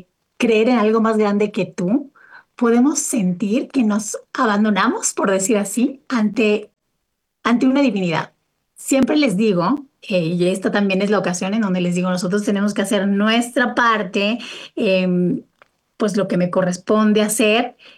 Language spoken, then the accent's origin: Spanish; Mexico; quienes crecimos en México